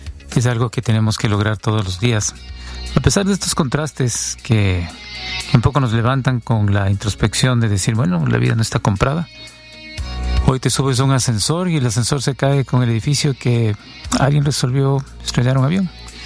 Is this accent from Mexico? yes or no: no; United States; Siento que es algo que nosotros como americanos no debemos dejar que ocurra.